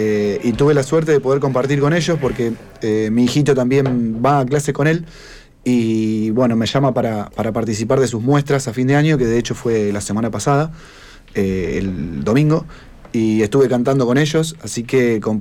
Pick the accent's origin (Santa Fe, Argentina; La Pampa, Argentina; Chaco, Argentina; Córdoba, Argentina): Santa Fe, Argentina; Santa Teresa; Yo soy de Santa Teresa junto con Pablo.